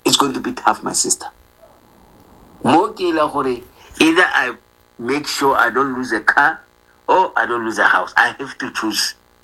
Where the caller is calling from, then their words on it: South Africa; as a South African